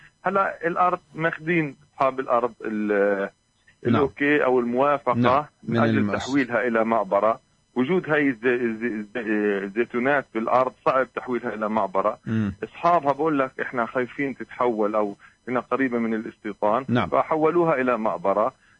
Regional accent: Hebron, Hebron Governorate, Palestine; احنا اولاد البلد، بلدية الخليل عمرها اكبر من عمر هذا الاحتلال

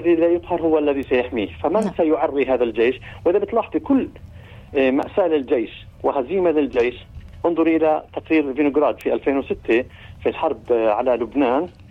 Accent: Palestine

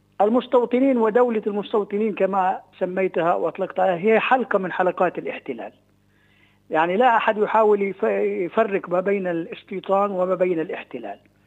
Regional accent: Palestine; نحن كشعب فلسطيني

